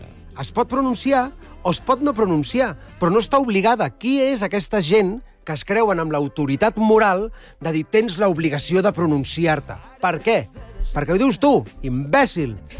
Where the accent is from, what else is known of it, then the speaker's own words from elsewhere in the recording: Catalonia, Spain; sóc català, visc a Catalunya